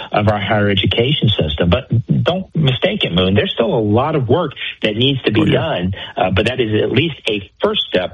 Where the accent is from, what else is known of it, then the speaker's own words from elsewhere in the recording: Florida, United States; Now, the good news is, in my home state of Florida, Texas, Ohio, many other states as well